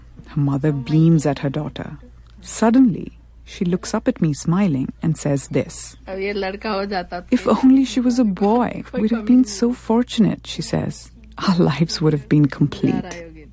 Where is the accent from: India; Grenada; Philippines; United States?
India; Now, I grew up in India, in an urban middle-class family.